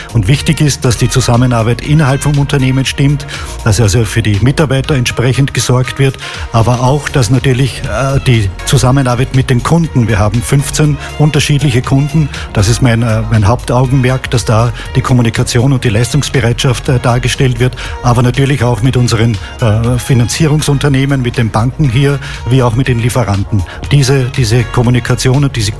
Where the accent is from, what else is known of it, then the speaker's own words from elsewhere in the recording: Lower Austria, Austria; moved away as an adult; also born or lived in Vienna; now in Idstein, Germany; Also ich bin tatsächlich vor langer Zeit in Wien geboren worden, aber das hatte reine medizinische Vorsorgegründe. Aufgewachsen bin ich in der Wachau, das ist so das Äquivalent zum Rheingau in Österreich, also in der Weinbaugegend.